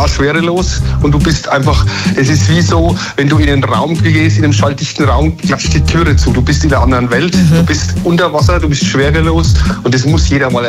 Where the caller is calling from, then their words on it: Kist, Bavaria, Germany; Ich bin aus Kist bei Würzburg und ich betreibe seit mehr als 37 Jahren eine Tauchschule und ein Tauchsportcenter hier in der Gegend.